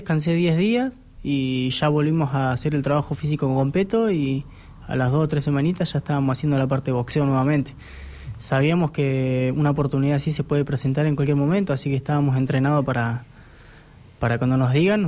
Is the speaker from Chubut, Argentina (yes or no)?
yes; Trelew, Chubut, Argentina; Somos tres de Trelew